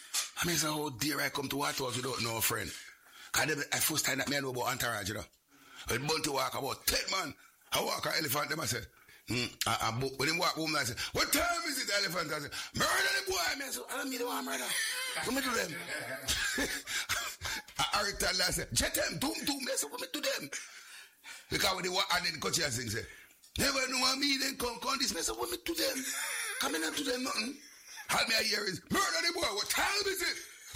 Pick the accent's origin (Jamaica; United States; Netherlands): Jamaica; we are Jamaican.